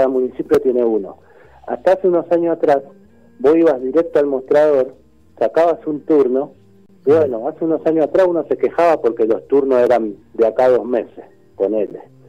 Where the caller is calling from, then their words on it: Villa Bosch, Buenos Aires Province, Argentina; yo vivo en Villa Bosch, en el municipio de 3 de Febrero.